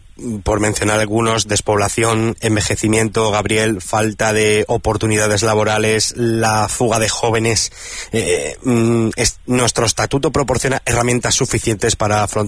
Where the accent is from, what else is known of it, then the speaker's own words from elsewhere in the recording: Extremadura, Spain; nuestra identidad como extremeños